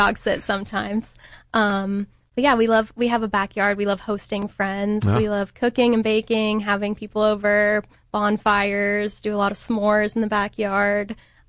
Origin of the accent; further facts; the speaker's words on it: Cincinnati, Ohio, United States; So I grew up in Cincinnati. So my family is there.